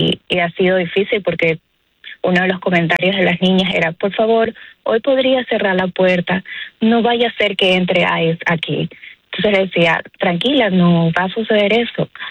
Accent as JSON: {"language": "Spanish", "country": "Ecuador"}